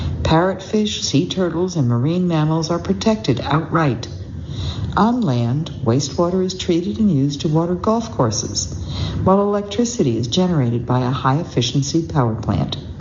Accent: Trinidad & Tobago; Growing up in Trinidad had conditioned me to jungles filled with dark, murky, mysterious waterways.

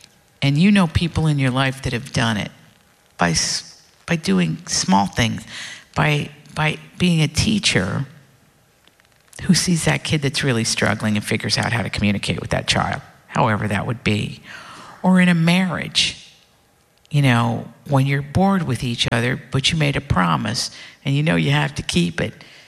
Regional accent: Appalachia, United States; I really believe in people. I'm from Appalachia. Even when people didn't like us, I found a way to like them, to communicate.

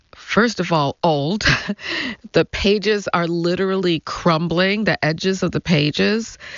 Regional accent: Chicago, Illinois, United States; I knew growing up in Chicago in the 1960s that my father had been conducting interviews

